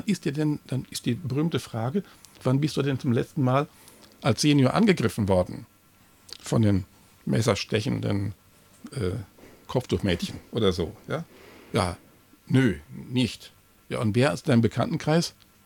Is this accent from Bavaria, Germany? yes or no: yes; Bavaria, Germany; ich komme aus Bayern, da gab es die üblen Wirtshausschlägereien mit zerbrochenen Maskrügen.